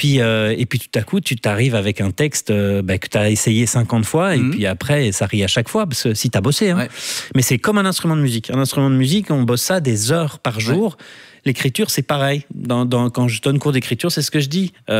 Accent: Brussels, Belgium; Moi, je suis bruxellois

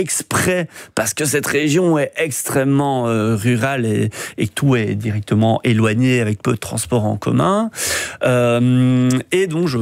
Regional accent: Verviers, Wallonia, Belgium; moved away as an adult; also born or lived in Liège; now in Viroinval, Belgium; je suis originaire de Verviers, j'ai fait mes études à Liège, j'étais quand même plutôt urbain d'une certaine manière. Je suis arrivé dans cette région, je ne connaissais rien ni personne.

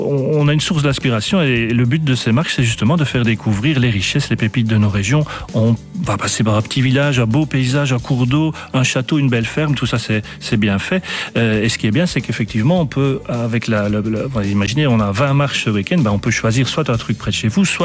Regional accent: Belgium; chez nous, en Wallonie, à Bruxelles, ce n'est pas les endroits qui manquent

